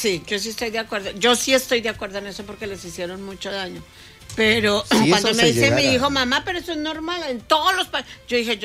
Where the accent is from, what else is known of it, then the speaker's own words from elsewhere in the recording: Colombia; yo soy colombiana y Oscar Manuel es colombiano, mi hijo.